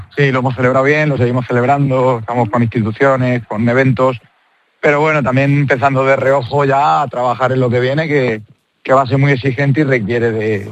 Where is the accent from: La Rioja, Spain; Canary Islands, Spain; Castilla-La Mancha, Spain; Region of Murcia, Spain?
Region of Murcia, Spain; Murcia; Yo soy de Murcia